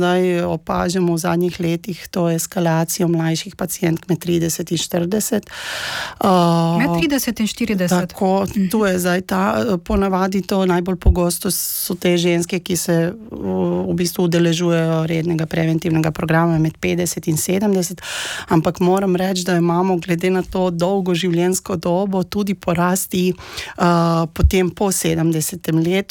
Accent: Belgrade, Serbia; now in Maribor, Slovenia; jaz prihajam iz Beograda, iz Srbije

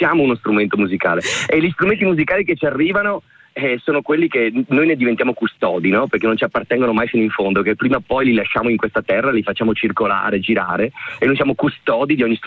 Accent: Vicenza, Veneto, Italy; io sono vicentino di origine

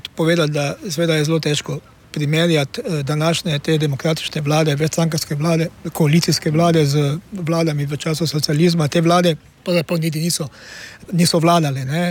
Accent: Styria, Slovenia; kot pravimo Štajerci, Gleichschaltunge

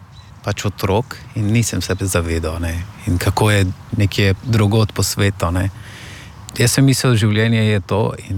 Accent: Afghanistan; Slovenian is a second language; also born or lived in Iran / Turkey / Greece; now in Slovenia; prihajam iz Afganistana in sem 23 let star.

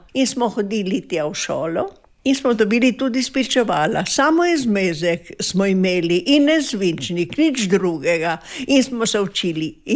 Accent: Boršt, Friuli-Venezia Giulia, Italy; now in Milje, Italy; Jaz sem doma iz Boršta. Jaz sem Boštanka in Boršt imam še zmeraj zelo rada, čeprav sem tukaj že dosti let.

